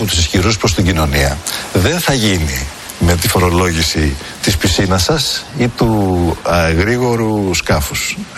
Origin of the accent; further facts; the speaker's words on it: Macedonia, Greece; αλλά ως Μακεδόνας, από τη στιγμή που πρόδωσε τη Μακεδονία, μου είναι απεχθής.